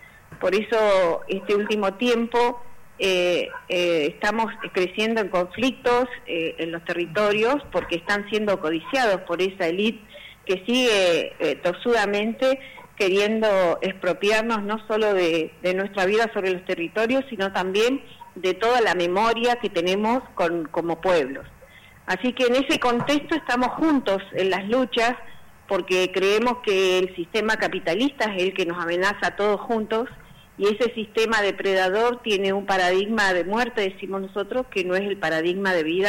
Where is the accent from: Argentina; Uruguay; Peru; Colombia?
Argentina; Valcheta, Río Negro; estoy en Río Negro, Balcheta, mi ciudad natal.